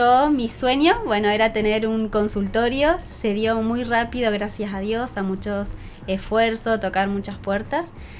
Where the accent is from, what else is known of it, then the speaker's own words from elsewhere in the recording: Diamante, Entre Ríos, Argentina; born there; now in Libertador San Martín, Argentina; nací acá en Argentina, está acá cerquita, a 15 minutos, Diamante, seguramente lo conocen, así que tengo mi familia cerquita.